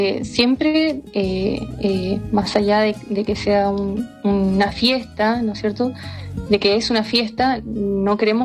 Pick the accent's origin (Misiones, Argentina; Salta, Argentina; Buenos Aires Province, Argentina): Misiones, Argentina; Comandante Andresito; moved away as an adult; yo soy hija de colono también, ¿no es cierto?, o sea, toda mi familia son colonos, agricultores, y soy profesional, salí de Andresito, retorné a Andresito, en mi caso soy contadora